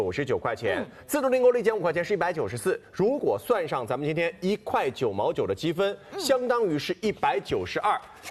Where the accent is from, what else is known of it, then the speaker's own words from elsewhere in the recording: Shanghai, China; 光明是咱们上海人自己的光明